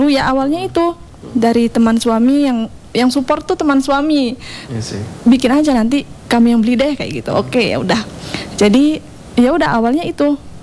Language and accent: Indonesian; Lampung, Indonesia; Saya asli dari Lampung, okay, dari Sumatera.